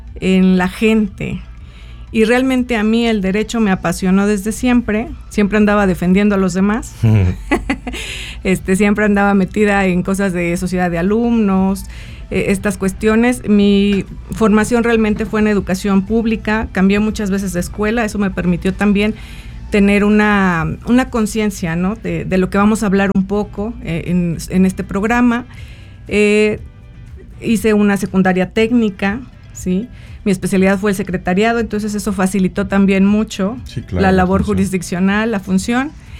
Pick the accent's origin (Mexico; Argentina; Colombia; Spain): Mexico; Rioverde, San Luis Potosí; yo soy de Río Verde, San Luis Potosí